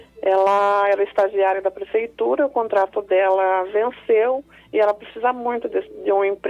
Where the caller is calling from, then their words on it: Coronel Macedo, São Paulo, Brazil; Da cidade de Coronel Macedo, estado de São Paulo.